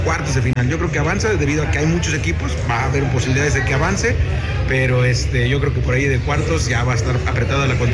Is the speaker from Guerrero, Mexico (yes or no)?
no; Jonacatepec, Morelos, Mexico; soy de Jonacatepec